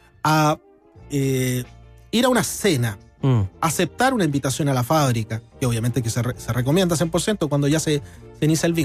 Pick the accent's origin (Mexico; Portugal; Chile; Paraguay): Chile; Somos primero occidentales, segundo somos latinos, y tercero, y más encima, somos chilenos.